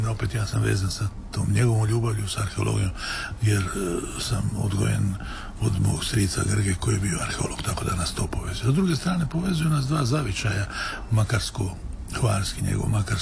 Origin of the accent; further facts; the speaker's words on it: Hvar, Split-Dalmatia County, Croatia; Veljko je napisao knjigu o mom zavičaju hvarskom, lijepu knjigu o kartolinama hvarskim